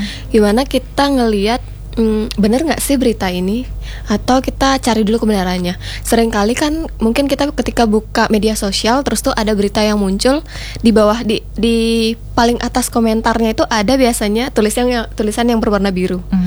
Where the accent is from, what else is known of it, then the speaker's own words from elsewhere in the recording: Bali, Indonesia; Kita nih orang Bali itu yang tahu budaya kita kan kita sendiri.